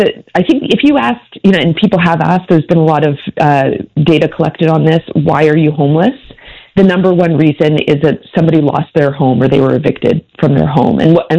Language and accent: English; Regina, Saskatchewan, Canada; You know, I grew up in Regina, actually